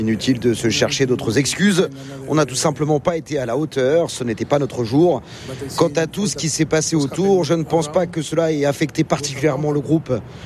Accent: France; now in United States; quand je leur dis que je suis français

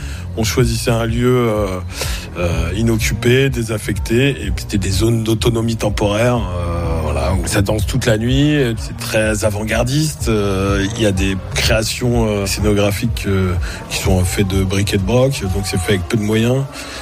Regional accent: France; moved away as an adult; also born or lived in Brittany / Burkina Faso; Je suis né en 1978. J'ai grandi dans le Perche. Et j'ai fait mes études entre le Perche et la Bretagne. Mais à part quelques envies de voyager, il n'y avait rien qui me prédestinait à vivre 16 ans au Burkina Faso.

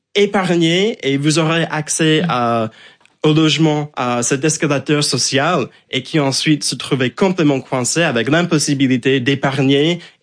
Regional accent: United States; Comme j'ai grandi aux États-Unis et que la bourse occupe une place un peu plus importante dans la vie et dans la société, j'ai grandi avec un peu plus d'informations sur la bourse et comment ça fonctionnait.

